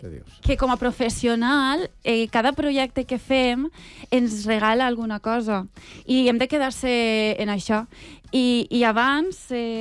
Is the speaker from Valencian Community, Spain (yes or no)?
yes; Alcoy, Valencian Community, Spain; I arribem a Alcoi, al meu poble.